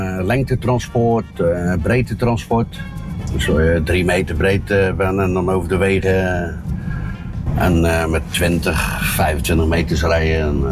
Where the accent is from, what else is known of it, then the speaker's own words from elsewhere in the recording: Dordrecht, South Holland, Netherlands; 55 jaar. Geboren en getogen in Dordrecht.